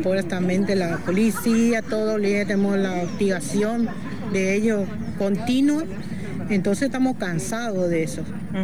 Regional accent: Ñandecocué, Misiones, Argentina; soy campesina de Ñandecocué.

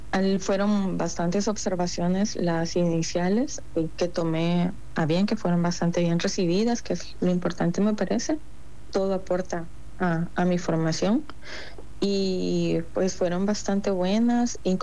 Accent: El Salvador; moved away as an adult; now in Argentina

